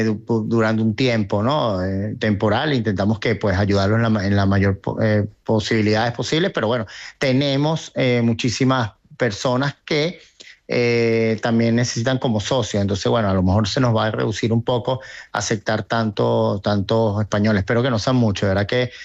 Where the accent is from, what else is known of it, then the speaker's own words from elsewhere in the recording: Venezuela; also born or lived in Tenerife, Spain; No, yo nací acá, mis padres sí son de Tenerife y Coos de los Vinos, yo tengo 55 años y nací acá, viví allá en Tenerife un tiempo, pero toda mi vida la he pasado acá y como soy venezolano.